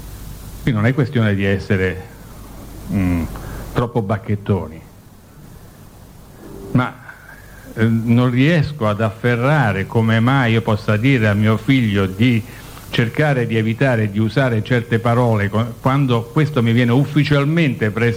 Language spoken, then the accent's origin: Italian; Milan, Lombardy, Italy; evidente nel luogo dal quale vengo, da Milano